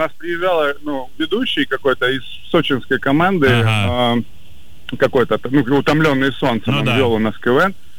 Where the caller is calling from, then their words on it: Goryachy Klyuch, Krasnodar Krai, Russia; Я с Горячего Ключа, Краснодарский.